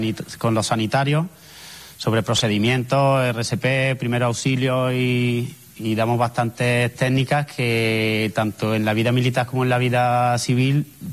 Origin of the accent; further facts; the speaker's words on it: Hornachuelos, Andalusia, Spain; moved away as an adult; now in Ceuta, Spain; yo soy de Córdoba, de un pueblo de Córdoba, de Hornachuelo.